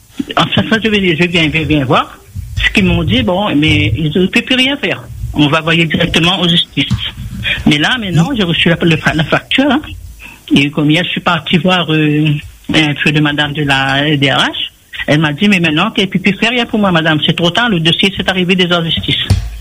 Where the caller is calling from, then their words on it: Saint-Paul, Réunion; Moi, je viens de Saint-Paul.